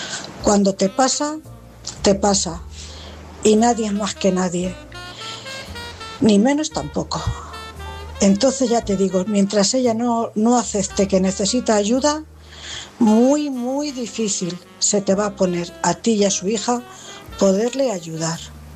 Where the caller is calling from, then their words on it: Cuenca, Castilla-La Mancha, Spain; Buenas noches … corresponsal de Cuenca.